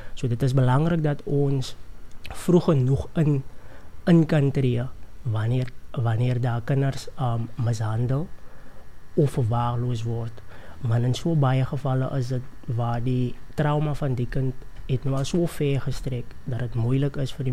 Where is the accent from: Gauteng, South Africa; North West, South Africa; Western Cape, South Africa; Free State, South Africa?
Western Cape, South Africa; Oudtshoorn; moved away as an adult; now in Knysna, South Africa; Ek is oorspronkelijk van Oudtshoorn, van die Hoorn, as ek het so kan sê. Ek het nou so 7 of sê maar 10 maande terug, het ek myself bevind in Nysna.